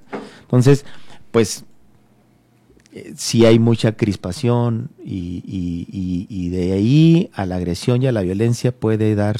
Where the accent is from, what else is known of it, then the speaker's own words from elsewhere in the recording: Chihuahua, Mexico; Somos un país, todos somos mexicanos. Los chihuahuenses somos parte de este país, de México.